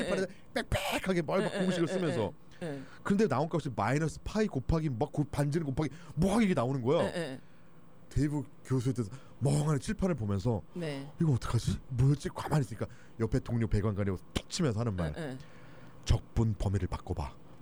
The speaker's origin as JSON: {"language": "Korean", "country": "United States", "said": "미국 사람 난 미국 사람인데"}